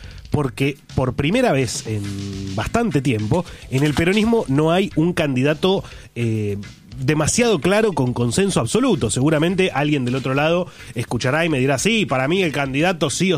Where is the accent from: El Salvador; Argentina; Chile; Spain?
Argentina; La Matanza, Buenos Aires Province; yo soy de La Matanza.